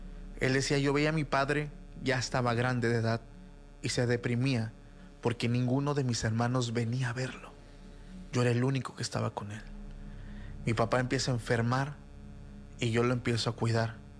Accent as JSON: {"language": "Spanish", "country": "Mexico", "said": "Los que somos mexicanos y los que conocen esa cultura fuera del país saben"}